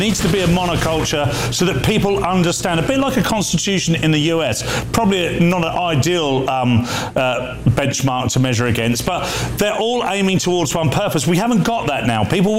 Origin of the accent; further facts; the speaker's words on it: Portsmouth, South East England, United Kingdom; So I grew up in Portsmouth. I watched Portsmouth and the area I grew up in, just outside of Portsmouth, change completely.